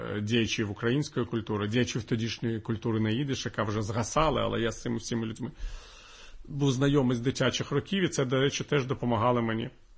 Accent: Kyiv, Ukraine; моя бабуся з боку батька вже була першою генерацією людей, мої корінні кияни, яка говорила російською мовою, її батьки ще розмовляли, прадід мій, прабабка, розмовляли ще на їдиш.

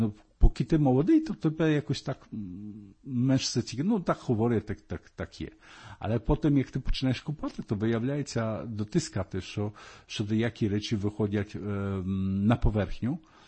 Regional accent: Poland; Ukrainian is a second language; moved away; коли я говорив, що я з Польщі

